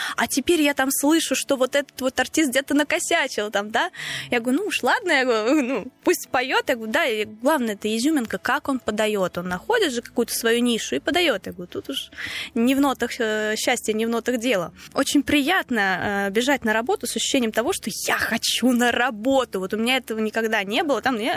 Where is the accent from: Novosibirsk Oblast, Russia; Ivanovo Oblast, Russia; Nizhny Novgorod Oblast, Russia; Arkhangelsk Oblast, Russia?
Nizhny Novgorod Oblast, Russia; Nizhny Novgorod; Естественно, что я нижегородка, я никуда уезжать в другой город не хочу. Мне здесь комфортно, мне здесь хорошо, у меня здесь, ну, вся жизнь здесь вся моя.